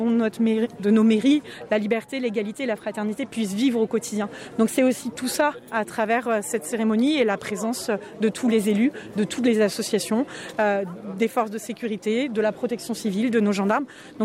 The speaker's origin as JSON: {"language": "French", "town": "Limoges", "region": "Nouvelle-Aquitaine", "country": "France", "tie": "born or raised there", "moved": "yes", "said": "j'ai grandi à Limoges et forcément, grandir à Limoges, ça signifie un engagement pour la paix, pour la liberté, pour l'Europe, qui s'est transformé en engagement politique."}